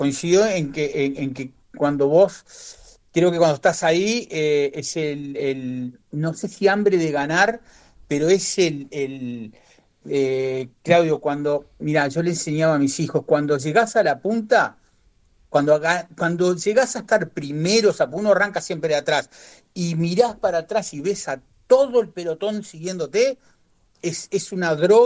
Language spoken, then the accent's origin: Spanish; Uruguay; somos de Uruguay.